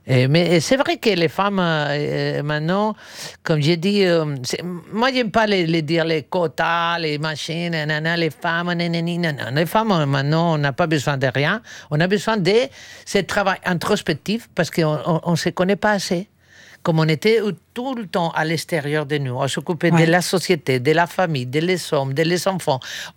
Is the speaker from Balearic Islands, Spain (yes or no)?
yes; Palma, Balearic Islands, Spain; born there; French is a second language; moved away as an adult; moi, c'est de Palma, parce que je suis né à Palma de Mallorca.